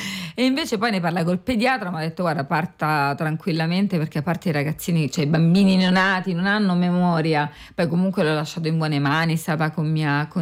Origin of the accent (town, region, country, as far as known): Rome, Lazio, Italy